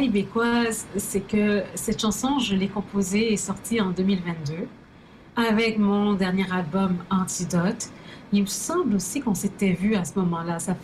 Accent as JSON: {"language": "French", "region": "Quebec", "country": "Canada", "tie": "born there", "said": "qui sont parfois nées au Québec comme moi, mais de parents qui viennent d'ailleurs. Et dans ces cas-là, on est vraiment les deux. On n'est pas la moitié d'un, la moitié de l'autre. On est vraiment comme, dans mon cas, je suis haïtienne, je suis québécoise."}